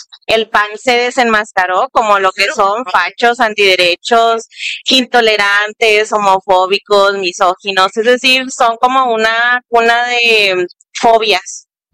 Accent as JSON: {"language": "Spanish", "country": "Mexico", "said": "Creo que es bien importante que como mexicanos y mexicanas no veamos esto como una concesión ni como paternalismo del Estado."}